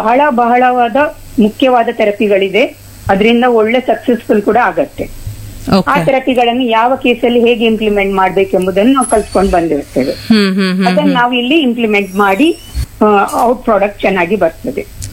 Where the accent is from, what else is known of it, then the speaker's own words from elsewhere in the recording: Mangaluru, Karnataka, India; moved away as an adult; now in Saligrama (Sasthana), India; ನಾನು ಮಂಗಳೂರು ಬದಿಯವಳು, ಮದುವೆ ಆಗಿ ಸಾಸ್ತಾನ ಊರಿಗೆ ಬಂದೆ, 30 ವರ್ಷ ಆಯ್ತು.